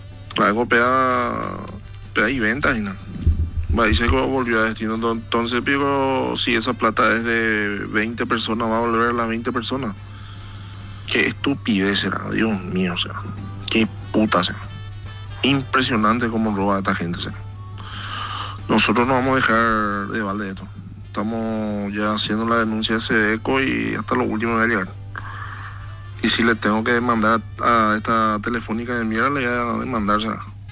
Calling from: Itá, Central, Paraguay; Yo soy de Itá, pero tengo mi negocio en Villeta.

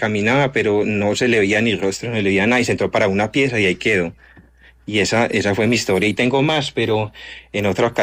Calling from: San Andrés de Cuerquia, Antioquia, Colombia; tenía yo 7 años más o menos, cuando yo soy de acá de Antioquia, de San Andrés de Cuerca.

